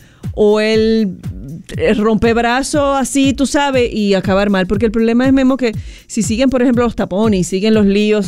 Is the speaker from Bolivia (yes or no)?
no; Dominican Republic; Porque tú sabes cómo somos los dominicanos.